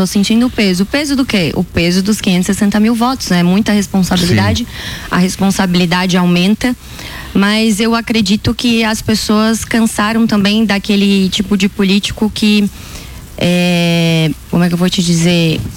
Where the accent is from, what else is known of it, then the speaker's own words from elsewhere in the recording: Criciúma, Santa Catarina, Brazil; Eu sou de Criciúma.